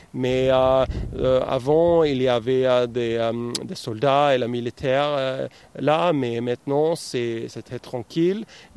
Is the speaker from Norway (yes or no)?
yes; Norway; qui a produit environ 50% de toute la glace qu'on mange chez nous en Norvège de nos jours.